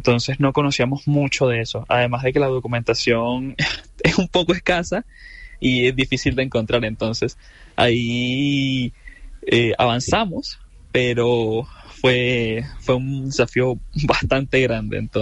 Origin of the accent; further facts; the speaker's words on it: Venezuela; yo soy venezolano y tenía que tener el pasaporte